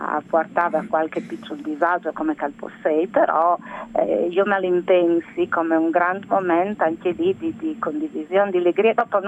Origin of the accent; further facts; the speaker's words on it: Gemona del Friuli, Friuli-Venezia Giulia, Italy; io sono di Glemone